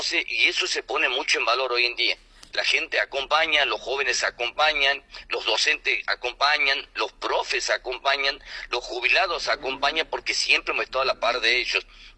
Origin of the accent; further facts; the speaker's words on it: Loreto, Santiago del Estero, Argentina; nosotros en Loreto?